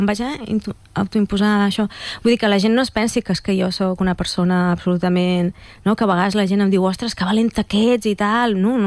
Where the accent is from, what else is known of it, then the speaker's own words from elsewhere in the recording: Manresa, Catalonia, Spain; Bueno, de petita ja estava estudiant al Conservatori de Manresa. Jo sóc de Manresa.